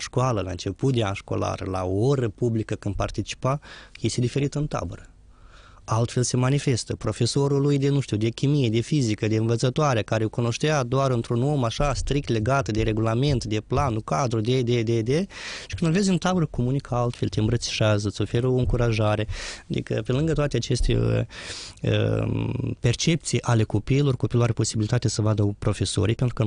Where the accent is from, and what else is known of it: Moldova